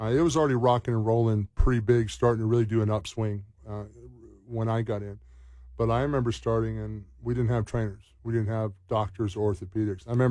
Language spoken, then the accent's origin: English; the South, United States; Now, I'm from the South